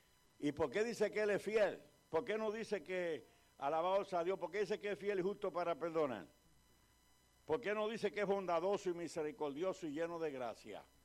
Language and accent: Spanish; Cagua, Aragua, Venezuela; En mi barrio, porque yo soy de barrio, soy de Campo Alegre, de Cagua, y allí la gente vivía a base de dichos y de refranes